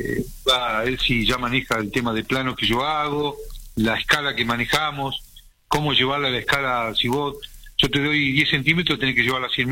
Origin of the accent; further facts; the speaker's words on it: Neuquén, Argentina; also born or lived in El Maitén; Soy, como les conté, soy nacido en el Maltén, Chubut, provincia de Chubut. A ferroviario lo mandan trasladado acá a Neuquén.